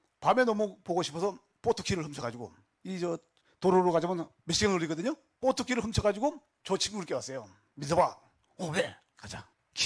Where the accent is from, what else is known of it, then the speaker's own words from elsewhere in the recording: Kaesong, North Korea; moved away as an adult; now in South Korea; 제가 온지 벌써 29년이 됐습니다. 됐는데 사실 저는 고향이 개성 아시죠? 예, 개성 개풍군 목성리라고 거기에 저희 고향이고요.